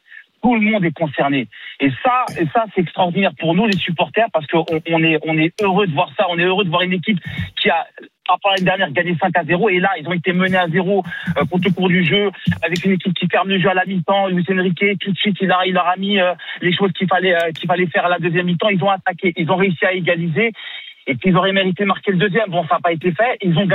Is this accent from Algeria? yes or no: yes; Algeria; Je suis algérien, donc je suis.